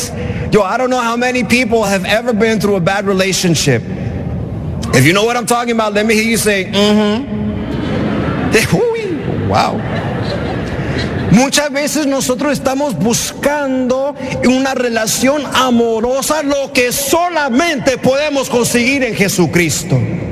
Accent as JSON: {"language": "Spanish", "country": "Mexico", "said": "Porque nosotros somos mexicanos y así somos, ¿verdad? Nos quedamos así juntitos."}